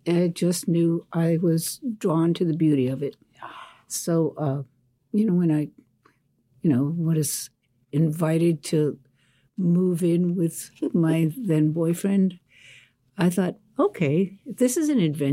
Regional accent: New York, United States; moved away as an adult; also born or lived in Buffalo; I was raised in Queens, New York.

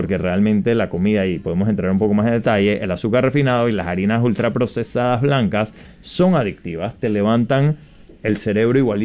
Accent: Panama; born there; Yo nací en Panamá, yo soy panameño

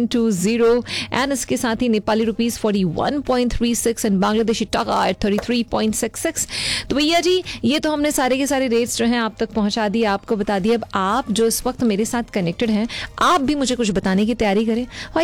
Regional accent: Raipur, Chhattisgarh, India; मैं भारत से आती हूँ, भारत के स्टेट राज्य छत्तीसगढ़ से मैं आती हूँ। छत्तीसगढ़ में रायपुर जो है वो मेरे शहर का नाम है और वैसे छत्तीसगढ़ को धान का कटोरा भी कहा जाता है।

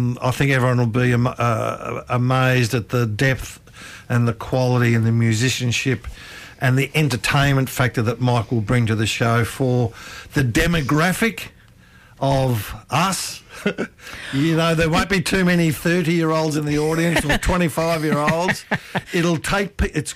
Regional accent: Melbourne, Victoria, Australia; moved away; But I'm originally from Melbourne.

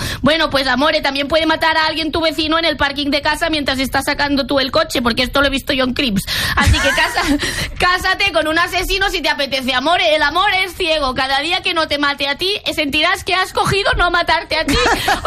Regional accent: Andalusia, Spain; Aquí sí que soy andaluza.

